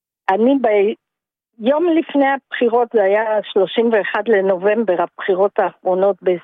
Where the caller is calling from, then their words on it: Sharon plain, Israel; אני מהשרון.